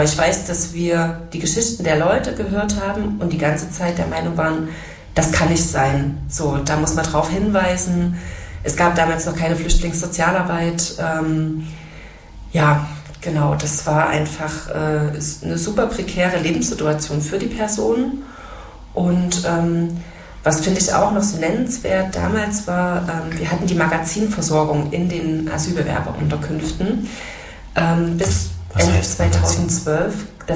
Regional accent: Borna, Saxony, Germany; Ja, also ich komme ja selber aus Borna

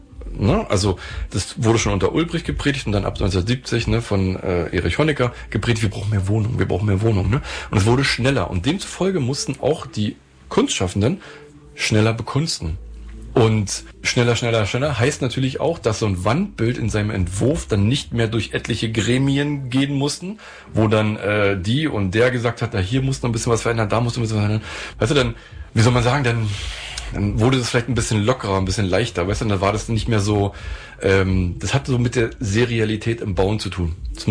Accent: East Germany, Germany; born there; Ich bin ja auch im Land geboren, was es gar nicht mehr gibt, wenn du so willst, ne?

